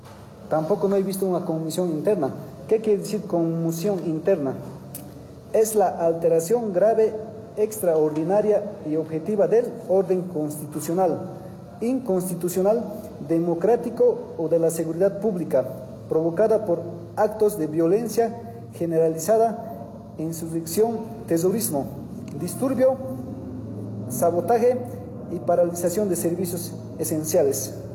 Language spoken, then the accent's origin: Spanish; Bolivia; si soy un boliviano, si quiero a mi país